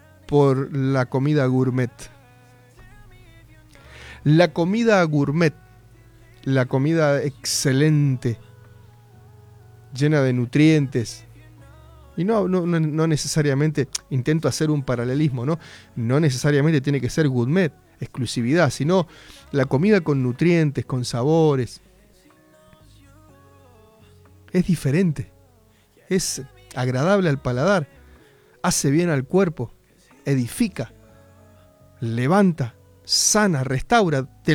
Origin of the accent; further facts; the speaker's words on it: Argentina; que la Argentina son todos pechos fríos, porque somos así.